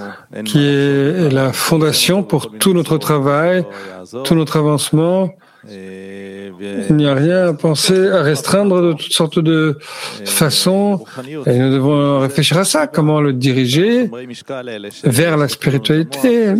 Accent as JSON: {"language": "French", "town": "Rehovot", "region": "Central District", "country": "Israel", "said": "Chez moi, à Rehovot, il y avait un ami et un voisin yéménite"}